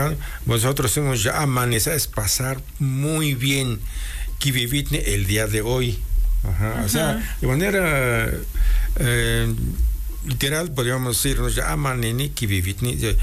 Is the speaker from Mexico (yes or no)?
yes; Mixteca, Mexico; first language Mixtec; Spanish is a second language; es la manera de nosotros hablamos nuestra lengua materna, tanto lo que es el mixteco, que decimos nosotros los mixtecos autodenominamos Adavi